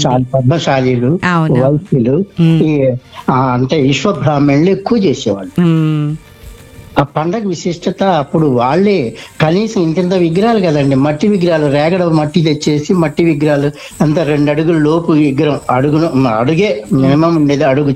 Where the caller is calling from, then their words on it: Bhadradri Kothagudem district, Telangana, India; భద్రాద్రి కొత్తగూడెం జిల్లా నెవరు బస్తీ నుంచి మాట్లాడుతున్నాను.